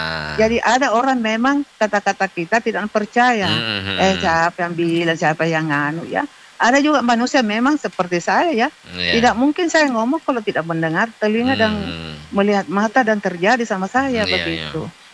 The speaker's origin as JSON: {"language": "Indonesian", "region": "South Sulawesi", "country": "Indonesia", "said": "Kita ini Bugis Makassar memang harus lebih dalam itu ilmu sirik mapace."}